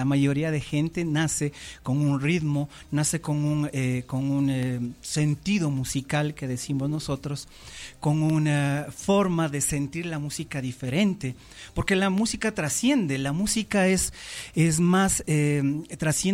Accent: Ecuador

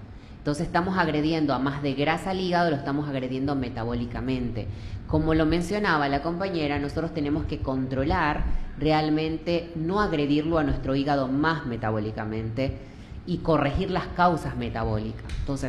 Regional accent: Ecuador; Nosotros como ecuatorianos

